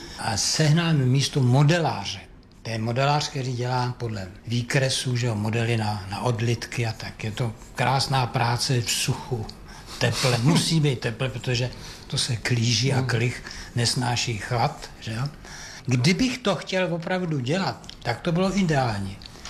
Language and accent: Czech; Ervěnice, Ústí nad Labem Region, Czechia; also born or lived in Most; No, já jsem původem teda z Mostu. Narodil jsem se v Mostu, na to si příliš nepamatuju. Takový ranní mládí bylo spíš v Ervěnicích, ty už snad ani neexistují, že jo.